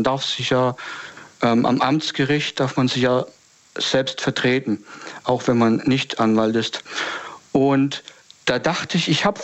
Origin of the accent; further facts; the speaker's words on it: Baden-Württemberg, Germany; Ich komme aus, aus der Gegend Stuttgart. Also, das ich sag jetzt mal so grob.